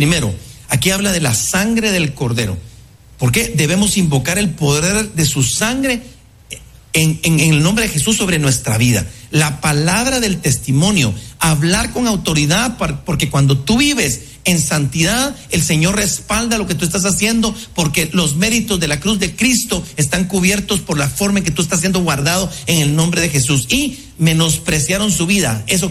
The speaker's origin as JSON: {"language": "Spanish", "country": "Guatemala"}